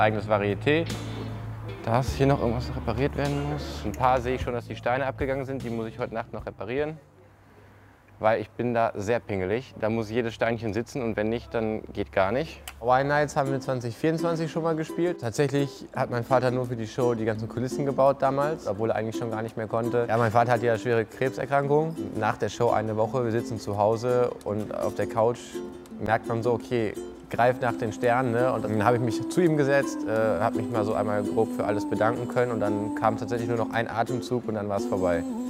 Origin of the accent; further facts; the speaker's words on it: Essen, North Rhine-Westphalia, Germany; ich bin 21 Jahre alt, gebürtig aus Essen.